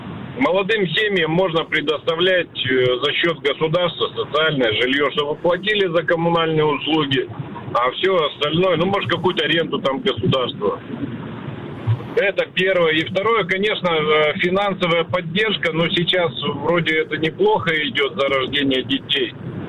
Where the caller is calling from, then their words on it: Yekaterinburg, Sverdlovsk Oblast, Russia; Екатеринбург.